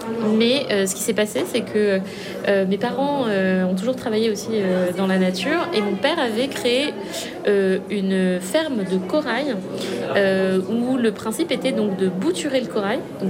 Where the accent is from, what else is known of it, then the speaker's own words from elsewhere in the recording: Madagascar; Je suis née à Madagascar, j'y ai grandi et j'ai la chance d'avoir une mère qui vient du nord-ouest où il y a un très bel archipel qui s'appelle Nosy Be.